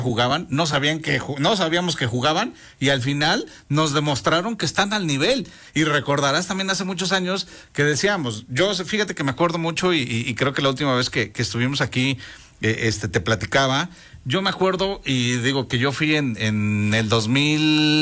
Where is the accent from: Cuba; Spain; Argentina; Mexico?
Mexico; como decimos aquí en México